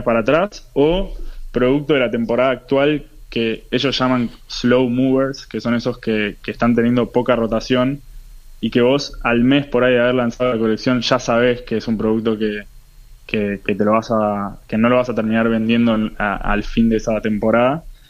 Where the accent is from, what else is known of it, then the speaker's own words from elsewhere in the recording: Buenos Aires, Argentina; somos de Buenos Aires.